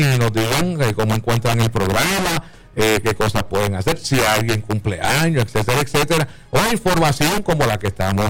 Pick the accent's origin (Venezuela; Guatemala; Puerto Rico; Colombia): Puerto Rico; como boricua yo no la vi